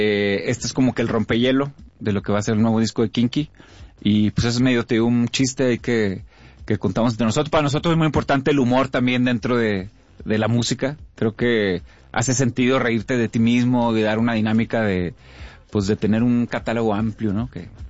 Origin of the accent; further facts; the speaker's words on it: Monterrey, Nuevo León, Mexico; Híjole, pues es Monterrey Centro. Crecí entre las Mitras y luego ya me hice San Petrino.